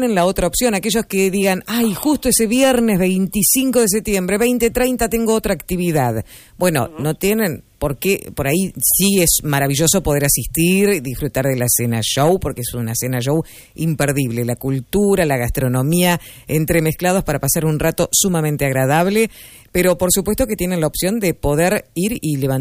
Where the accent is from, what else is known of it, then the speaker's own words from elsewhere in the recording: Uruguay; Somos solidarios los uruguayos.